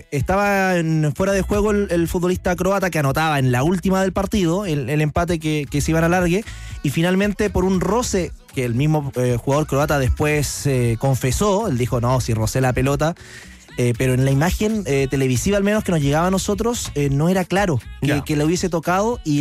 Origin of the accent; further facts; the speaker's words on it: Valparaíso, Chile; Soy de Valparaíso